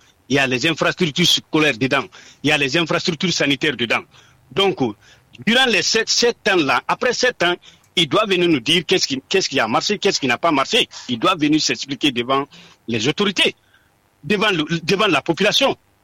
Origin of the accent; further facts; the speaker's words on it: Dinguiraye, Faranah, Guinea; Je vais prendre un exemple chez moi, à Dinguiraye.